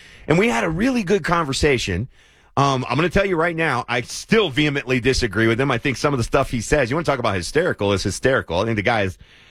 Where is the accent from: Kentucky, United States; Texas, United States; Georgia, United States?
Kentucky, United States; Lexington; now in California, United States; So his parents are from my hometown.